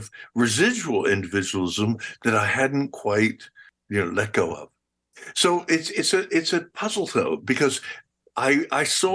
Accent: United States; One of the things that I love about being an American and think we should be so proud of is that we tend to form teams.

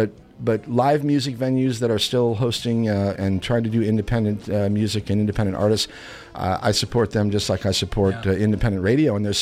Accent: Chicago, Illinois, United States; I'm a huge radio fan, and I grew up in the Chicago market

